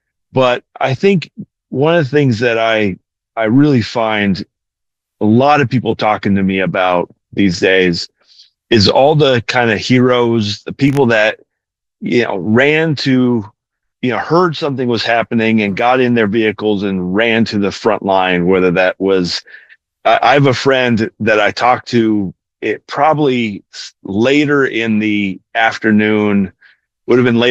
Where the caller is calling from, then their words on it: Jerusalem, Jerusalem District, Israel; I'm physically in Jerusalem right now.